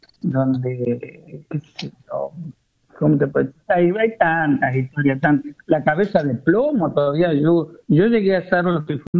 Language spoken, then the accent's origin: Spanish; Arias, Córdoba, Argentina; nosotros en esta zona, en mi pueblo